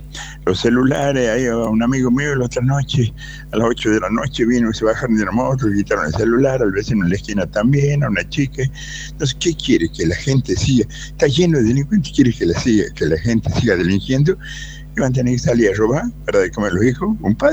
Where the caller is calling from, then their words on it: Manantial, Tucumán, Argentina; Acá yo vivo en Manantial